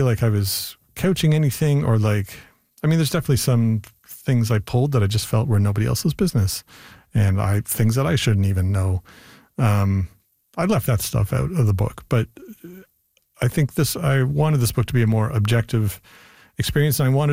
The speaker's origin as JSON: {"language": "English", "country": "Canada", "said": "There were all these political events that really made people question the ways in which we are Canadian, or why we are even Canadian."}